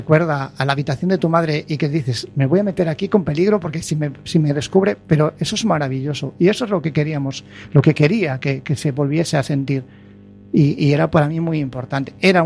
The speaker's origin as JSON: {"language": "Spanish", "town": "Baiona", "region": "Galicia", "country": "Spain", "accent": "Galician", "moved": "as an adult", "said": "soy de Bayona."}